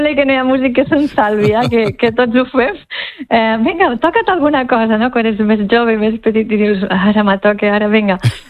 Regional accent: Fontanella, Catalonia, Spain; hem anat a molts pobles, o fins i tot al meu poble, també Fontanella, també he tocat aquest dia

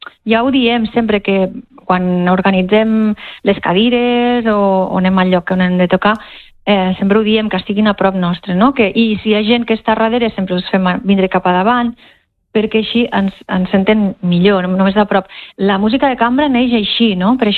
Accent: Fontanella, Catalonia, Spain; hem anat a molts pobles, o fins i tot al meu poble, també Fontanella, també he tocat aquest dia

